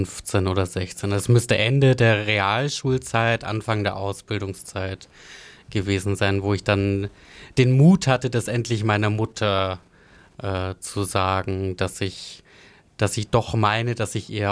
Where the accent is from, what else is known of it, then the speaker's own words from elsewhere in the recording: Bavaria, Germany; moved away as an adult; also born or lived in Nuremberg; Also ich bin 30 Jahre alt, ich bin in Oberfranken aufgewachsen, bin ein Einzelkind einer Arbeiterfamilie.